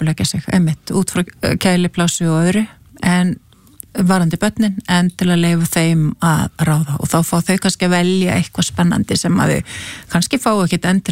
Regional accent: Mosfellsbær, Capital Region, Iceland; þá var ég að stýra svona verkefni upp í Mosfellsbæ, mínum heimabæ um heilsueflandi samfélag

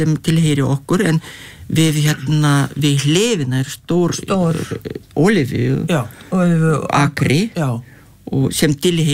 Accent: Lithuania; við vorum alinn upp í Litáin og með gott sumarvefur og alvöru sumar

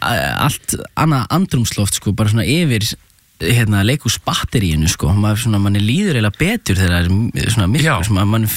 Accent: Reykjavík, Capital Region, Iceland; ég ólst upp í hérna í Árbænum, fyrst í Norlingaholtinu og svo í Ártúninu var í Árbæðaskóla

